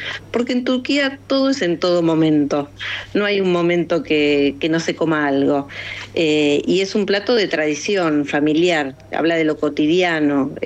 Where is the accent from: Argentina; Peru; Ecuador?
Argentina; Como en Argentina nos reunimos a tomar mate